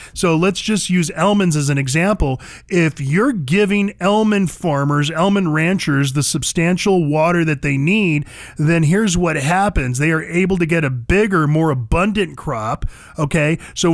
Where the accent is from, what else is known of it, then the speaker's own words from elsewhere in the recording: Merced, California, United States; moved away; I see signs all over the San Joaquin Valley, which were my old stomping grounds. Okay, I was born and raised out in Merced.